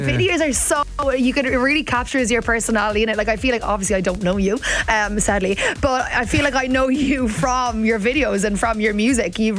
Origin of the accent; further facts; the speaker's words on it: Limerick, Munster, Ireland; You're having a conversation about my hometown.